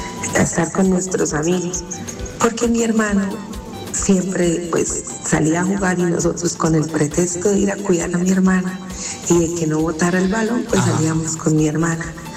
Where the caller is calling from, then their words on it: Piedecuesta, Santander, Colombia; Esta tarde te escucho desde Buenos Aires, Piedecuesta.